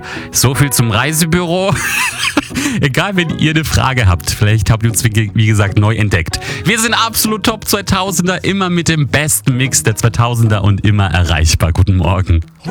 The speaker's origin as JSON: {"language": "German", "country": "Bosnia & Herzegovina", "said": "Geht mal über die andere Grenze zu mir in mein Heimatland, Bosnien."}